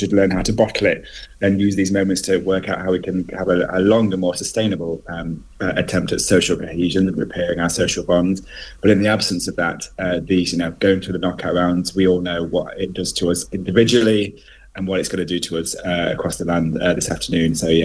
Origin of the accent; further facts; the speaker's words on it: East Midlands, United Kingdom; my hometown in North Nottinghamshire